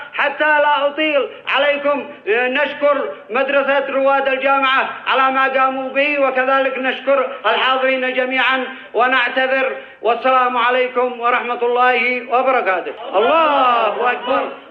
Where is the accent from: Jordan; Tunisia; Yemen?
Yemen